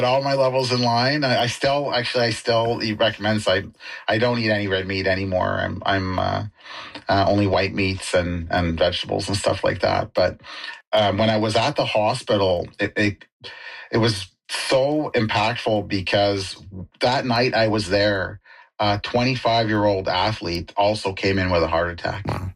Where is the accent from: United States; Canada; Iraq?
Canada; Maple Ridge, British Columbia; I'm from Maple Ridge and stuff like that.